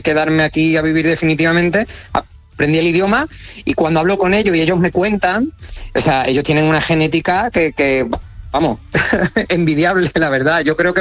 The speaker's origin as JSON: {"language": "Spanish", "town": "Seville", "region": "Andalusia", "country": "Spain", "said": "yo soy sevillano, yo soy de Sevilla y nosotros pues, tenemos mucho, mucho salero"}